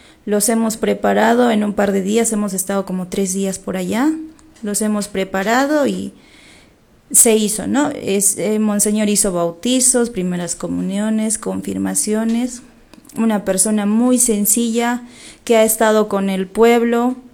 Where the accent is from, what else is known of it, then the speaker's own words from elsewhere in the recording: Estrella, Cusco, Peru; moved away; Fuimos a mi natal, y yo soy natural de Estrella, de Yanatile.